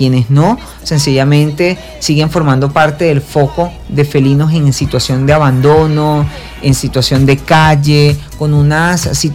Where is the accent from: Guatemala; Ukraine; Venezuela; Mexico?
Venezuela; y especialmente del país donde estoy, Venezuela. Cuesta entender, pero así somos los venezolanos.